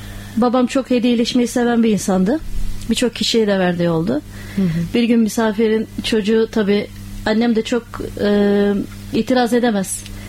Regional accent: Muğla, Turkey; Yine bizim yörelere götüreyim sizi.

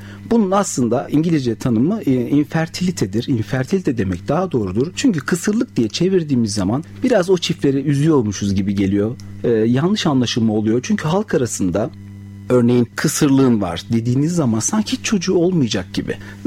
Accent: Denizli, Turkey; 1974 yılında Denizli'de doğdum ve 38 yaşındayım. İlk ve orta öğretimimi Denizli'de tamamladıktan sonra İzmir Fen Lisesi'ni kazandım.

